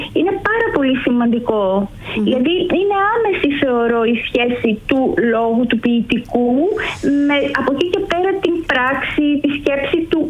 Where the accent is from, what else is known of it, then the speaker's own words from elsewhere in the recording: Xanthi, Eastern Macedonia and Thrace, Greece; also born or lived in Komotini / Alexandroupolis; Ναι, στην Κομωτινή γεννήθηκα. Μετά μεγάλωσα στην Ξάνθη. Έζησα και για 3 χρόνια περίπου στην Αλεξανδροπολή.